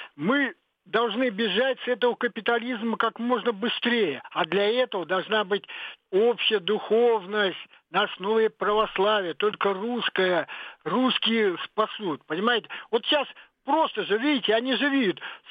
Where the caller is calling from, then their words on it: Saint Petersburg, Russia; Здравствуйте … из Санкт-Петербурга.